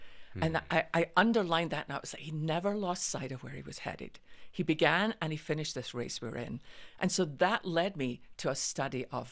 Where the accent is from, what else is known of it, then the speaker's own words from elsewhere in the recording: Scotland, United Kingdom; because I'm Scottish and we use everything.